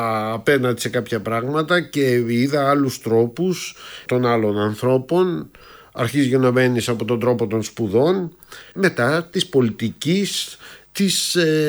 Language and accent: Greek; Peloponnese, Greece; born there; first language Greek; moved away as an adult; also born or lived in Athens, Greece / France; Ποιος είμαι εγώ που είμαι Έλληνας, που γεννήθηκα στην Πελοπόννησο, που σπούδασα στην Αθήνα, που μιλάω την ελληνική γλώσσα, η οποία ήταν και η μόνη γλώσσα που ήξερα και μίλαγα, και τότε μάθαινα και γαλλικά.